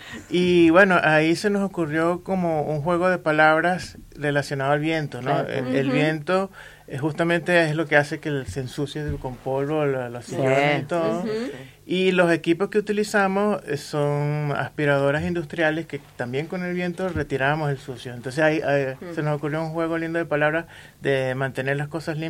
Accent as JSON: {"language": "Spanish", "country": "Venezuela", "moved": "yes", "said": "Sí, somos importados de Venezuela, venimos."}